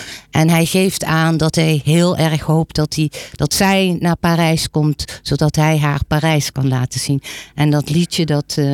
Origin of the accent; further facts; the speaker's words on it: Limburg, Netherlands; Duits heb ik gekozen omdat ik uit Limburg kom en het Limburgse dialect natuurlijk heel erg op het Duits lijkt.